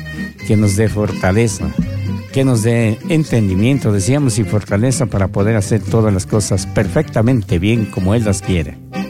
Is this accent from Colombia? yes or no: no; Ecuador; Esta es mi tierra linda, el Ecuador retiene de todo, ¿ah?